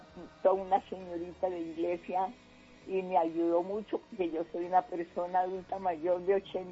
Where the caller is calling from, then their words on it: Bogotá, Colombia; Estoy aquí en el sur de Bogotá